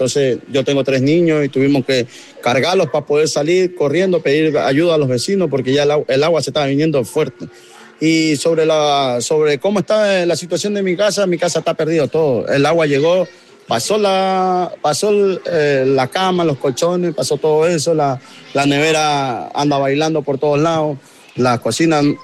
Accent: Ecuador; Yo tengo 32 años de edad. Soy de ecuatoriano.

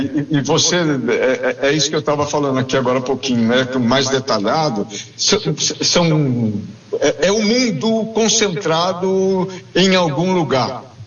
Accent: Brazil; não sei se só para nós que somos brasileiros, né?

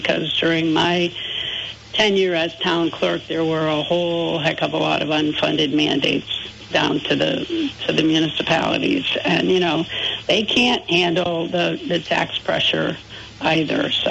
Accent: Vermont, United States; so I'm from Rutland County, and Rutland County has 7 high schools in the county

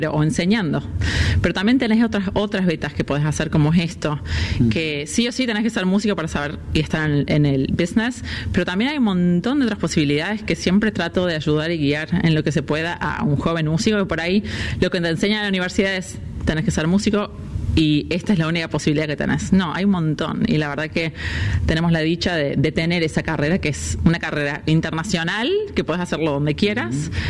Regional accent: Córdoba, Argentina; Uf, yo hablo mucho, como verán, así que como cordobesa, creo que si me preguntás, me quedo yo con el micrófono

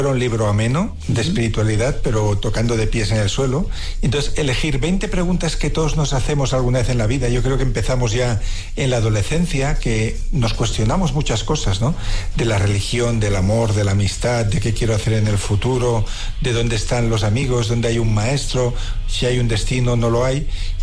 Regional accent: Barcelona, Catalonia, Spain

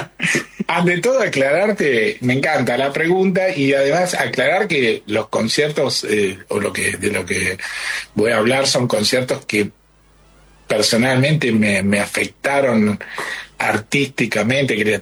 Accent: Caseros, Buenos Aires Province, Argentina; Yo nací en Caseros, soy de conurbano

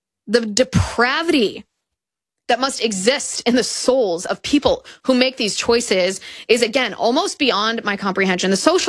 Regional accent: United States; we as Americans

